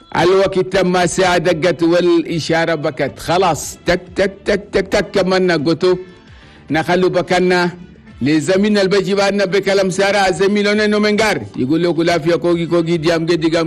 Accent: Chad; كل الصافيين في نجمينا وفي مختلف المدن هنا بلدنا تشاد

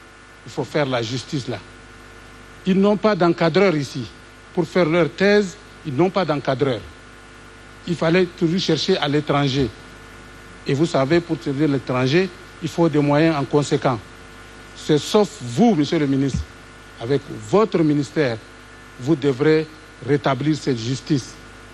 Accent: Chad; en tant que Tchadien, nous avons quelque chose.

